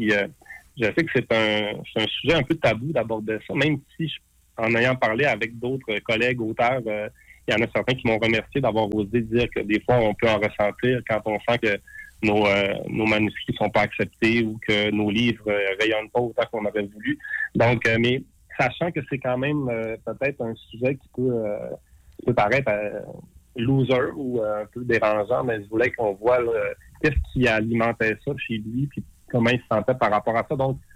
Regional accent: Saguenay, Quebec, Canada; born or raised there

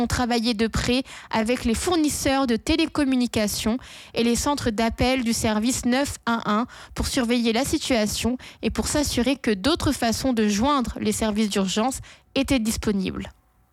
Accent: New Brunswick, Canada; Et c'était le cas dans plusieurs provinces au Canada, en Ontario, au Québec et aussi par chez nous, au NB, en Nouvelle-Écosse aussi.

